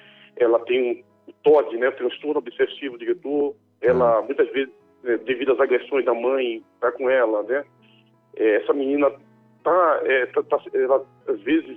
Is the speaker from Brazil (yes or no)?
yes; Recife, Pernambuco, Brazil; now in Brasília, Brazil; minha mãe é de Recife, eu sou de Recife também, mas estou em Brasília, tá, nesse momento, né?